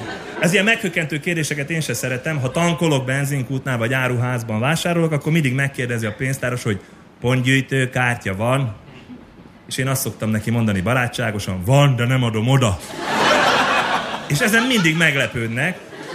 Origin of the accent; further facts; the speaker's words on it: Debrecen, Hajdú-Bihar, Hungary; Debrecenből jöttem, köztudottan ez egy város.